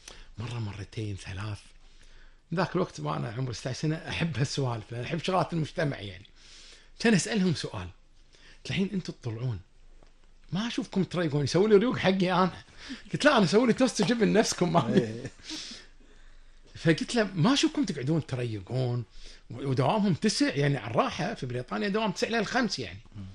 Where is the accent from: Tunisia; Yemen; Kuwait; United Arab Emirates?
Kuwait; عندنا بالكويت